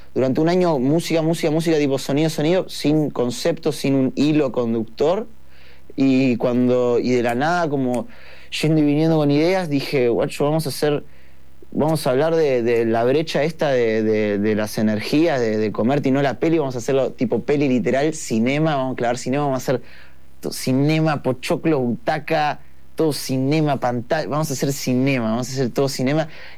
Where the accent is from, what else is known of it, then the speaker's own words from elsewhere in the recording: Uruguay; born there; also born or lived in Brussels, Belgium / Flanders, Belgium; Y nací en Bélgica. Nací en Bruselas, pero viví en Flandria, en el norte, en Vlaanderen. Viví ahí 8 años y después nos mudamos a Uruguay.